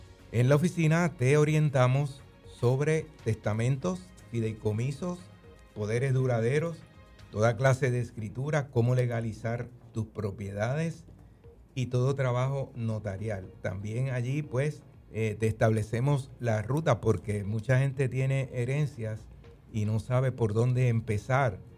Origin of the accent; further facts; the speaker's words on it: Puerto Rico; Pues somos de Puerto Rico.